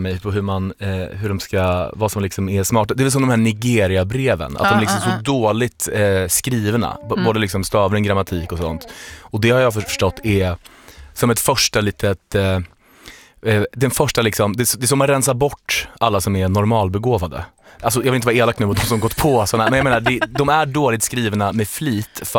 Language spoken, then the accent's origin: Swedish; Norway; jag är norsk.